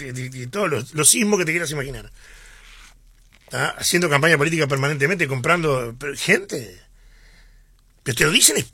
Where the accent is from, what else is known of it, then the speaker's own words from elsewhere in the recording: Rivera, Uruguay; somos del departamento de Rivera